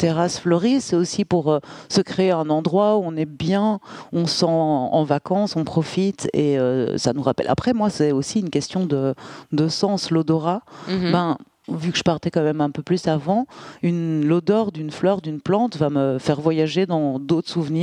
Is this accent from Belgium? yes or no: yes; Brussels, Brussels-Capital Region, Belgium; now in Liège, Belgium; Moi, je viens de Bruxelles de base.